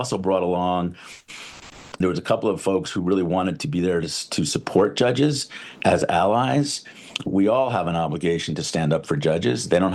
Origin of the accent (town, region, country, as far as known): New Rochelle, New York, United States; born or raised there